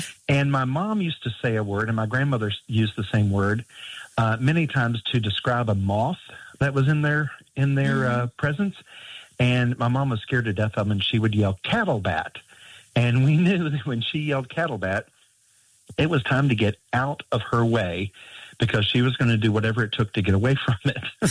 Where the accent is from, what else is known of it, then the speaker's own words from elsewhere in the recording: Virginia, United States; now in Tennessee, United States; Well, I actually grew up in the Shenandoah Valley in Virginia.